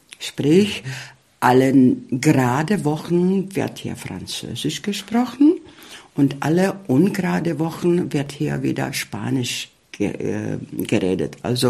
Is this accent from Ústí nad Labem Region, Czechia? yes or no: yes; Ústí nad Labem Region, Czechia; also born or lived in Spain; now in Görlitz, Germany; Also ich fange damit an, ich komme zwar aus Tschechien, aber sozusagen ich bin eine gebürtige Lausitzerin, weil ich wirklich, ich bin, weil ich an der Quelle von Mandau geboren zur Welt gekommen bin.